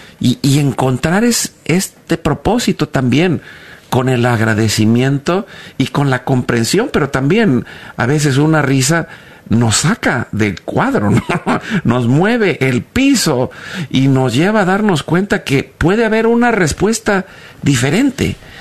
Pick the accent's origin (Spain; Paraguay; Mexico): Mexico; Y quiero decirlo, somos mexicanos. Nos reímos de todo, hasta de la muerte.